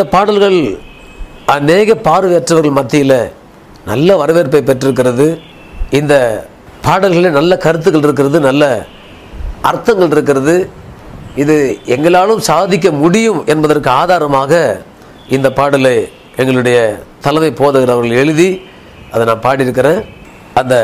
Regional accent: Gummidipoondi, Tamil Nadu, India; நான் பிறந்து வளர்ந்ததெல்லாம் குமிடி பூண்டி தான், ஒரு சின்ன ஒரு வில்லேஜ், ஒரு அது பேர் வெட்டு காலனி.

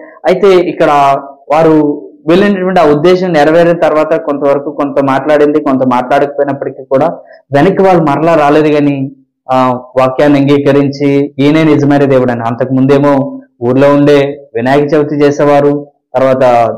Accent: Kontalam, Andhra Pradesh, India; మాది విశాఖ జిల్లాలో ఒక చిన్న కుగ్రామం, చిన్న గ్రామం. మా గ్రామం పేరు కొంతలం గ్రామం.

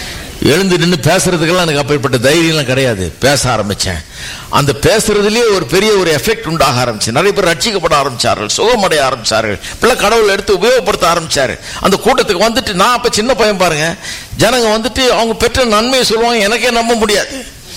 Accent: Chennai, Tamil Nadu, India; நான் இந்த சென்னை பட்டணத்துக்காக தமிழ் அறிவை கொடுத்து, எனக்கு தமிழ் கலாச்சாரத்தில் என்னை வளர வச்சு, இந்த ஊரில் என்ன இருக்க வச்சு, ஒரு இந்தியனாக இருக்க வச்சு, இந்த ஊரில் என்னை வளர்த்து

